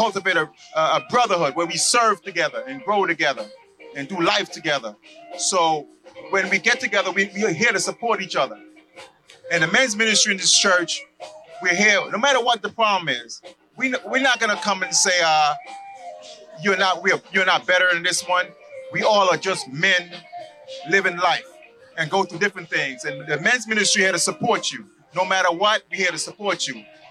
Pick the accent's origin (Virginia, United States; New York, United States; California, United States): New York, United States; New York City; moved away; I'm from up north.